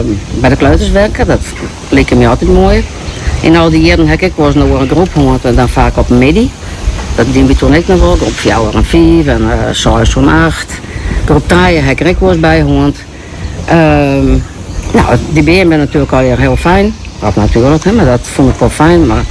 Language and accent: Dutch; Franeker, Friesland, Netherlands; Ik kom uit Framke natuurlijk.